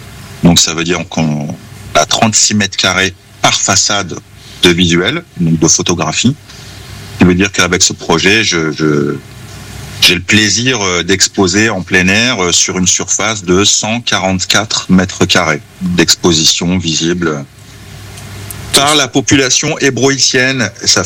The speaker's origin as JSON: {"language": "French", "town": "Évreux", "region": "Normandy", "country": "France", "tie": "born or raised there", "said": "Absolument, j'ai grandi à la Madeleine."}